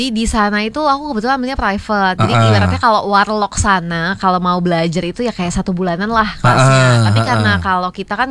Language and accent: Indonesian; Balikpapan, East Kalimantan, Indonesia; moved away as an adult; now in Tambun, Indonesia; Saya dari Balikpapan, Kalimantan Timur nih kebetulan.